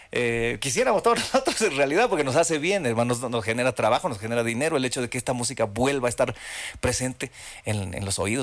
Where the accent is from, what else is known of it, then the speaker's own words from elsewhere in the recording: Bolivia; now in Mexico; yo me escribiría como boliviano ahí